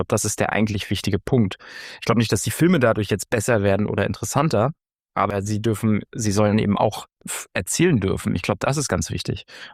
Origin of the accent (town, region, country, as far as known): East Germany, Germany